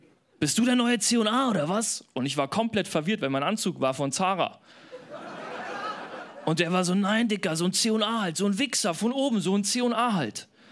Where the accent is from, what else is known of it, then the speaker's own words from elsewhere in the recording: Bavaria, Germany; accent: Bavarian; Ihr habt gerade richtig Angst, dass ich bayerisch rede, ne? Alles gut, Mann. Ich habe den Dialekt dagelassen.